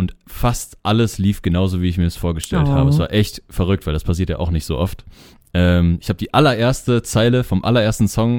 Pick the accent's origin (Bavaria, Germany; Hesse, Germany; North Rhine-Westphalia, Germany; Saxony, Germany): North Rhine-Westphalia, Germany; Cologne; ich komme aus Köln.